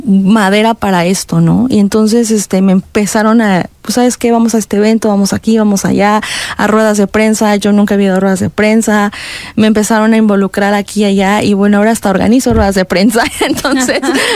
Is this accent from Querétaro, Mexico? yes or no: yes; Corregidora, Querétaro, Mexico; Soy de aquí de Querétaro, soy queretana, 100% queretana. Soy del municipio de Corregidora.